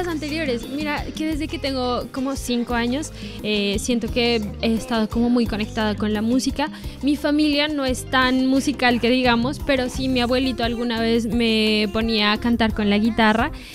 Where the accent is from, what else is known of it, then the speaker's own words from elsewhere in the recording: Nariño, Colombia; moved away as an adult; now in Bogotá, Colombia; Soy de Nariño. Esta es como la frontera con Ecuador. Entonces, de verdad, hay muchísima influencia musical también.